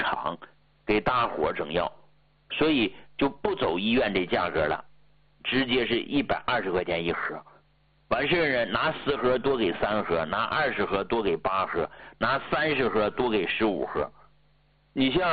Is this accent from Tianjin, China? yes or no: yes; Tianjin, China; 就是咱们天津人讲话了，借钱吃海鲜不算不会过